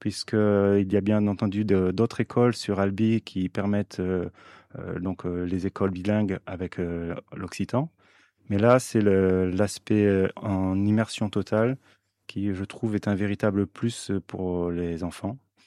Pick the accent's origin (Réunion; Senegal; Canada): Réunion; Non, parce qu'en fait, moi, je viens de l'île de la Réunion. Donc, je suis plus sur les langues créoles.